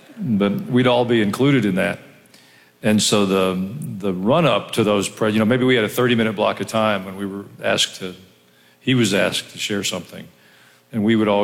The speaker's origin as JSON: {"language": "English", "town": "Kansas City", "country": "United States", "tie": "born there", "said": "I was born in Kansas City. When you and Mom were first married, we lived there, and you had a different job."}